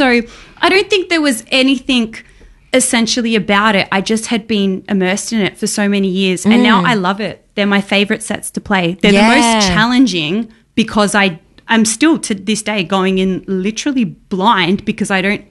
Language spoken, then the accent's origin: English; Australia